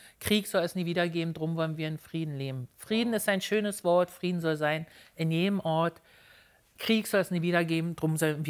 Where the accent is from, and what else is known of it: Berlin, Germany